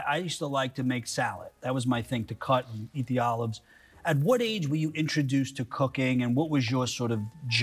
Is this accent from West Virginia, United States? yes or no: no; New York City, New York, United States; I grew up in Bensonhurst